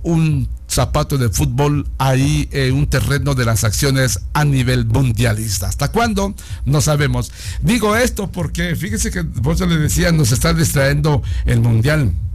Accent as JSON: {"language": "Spanish", "country": "Guatemala", "said": "como guatemalteco que uno siente y que es"}